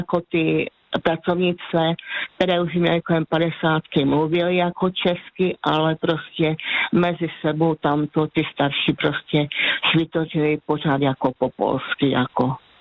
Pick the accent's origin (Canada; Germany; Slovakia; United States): Slovakia; Váh valley; Czech is a second language; now in Czech Republic; No, protože prostě já jsem z Vážska, tam je zase jiná řeči